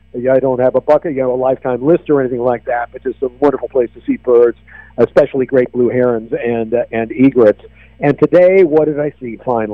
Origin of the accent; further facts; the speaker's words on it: Palo Alto, California, United States; also born or lived in Arcata; now in Los Osos, United States; I grew up in Palo Alto. I lived in Arcata, and both of them, like where I live right now in Los Osos, are towns that border on beautiful bays, San Francisco Bay, Humboldt Bay